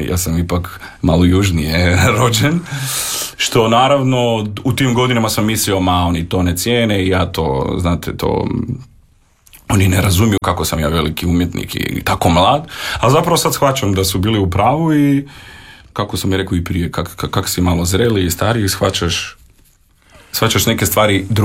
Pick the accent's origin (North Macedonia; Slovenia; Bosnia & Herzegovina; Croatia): North Macedonia; Zato što, znate, ja sam ipak iz Makedonije, ali imao sam neku, osjećao sam neku zahvalnost Hrvatskoj dok sam to pjevao